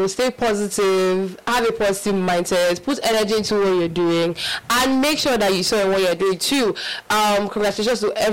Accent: Nigeria; As a Nigerian

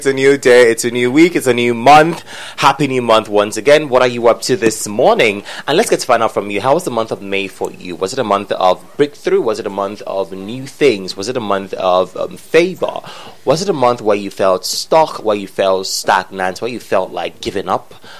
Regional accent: Nigeria; Do you think that as a Nigerian, we should be prepared for

